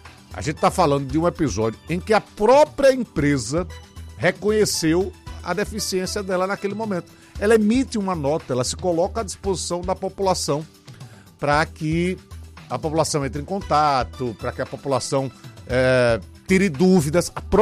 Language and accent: Portuguese; Maceió, Alagoas, Brazil; Eu sou de Maceió, eu tenho um lugar de fala, viu?